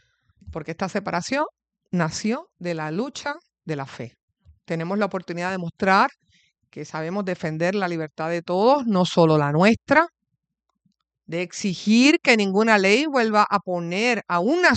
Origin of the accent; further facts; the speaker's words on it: Mayagüez, Puerto Rico; yo no soy de Manatí, sé que hay … Manatí, no soy de Manatí, soy de Mayagüez … son de Añasco y Cabo Rojo, y bueno, del área oeste.